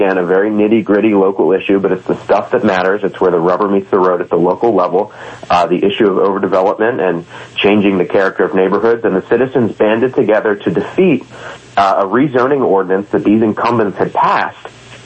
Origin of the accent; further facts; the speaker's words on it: Bel Air, Maryland, United States; I got elected at the age of 20 years old to my hometown's, essentially our town council.